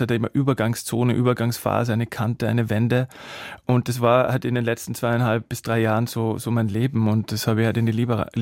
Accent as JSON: {"language": "German", "region": "Salzburg", "country": "Austria", "said": "ich komme wirklich aus Salzburg"}